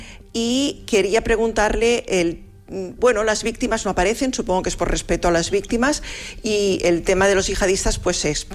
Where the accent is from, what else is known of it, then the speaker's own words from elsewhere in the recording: Seville, Andalusia, Spain; now in Barcelona, Spain; bueno, soy sevillana, pero resido en Barcelona de hace muchos años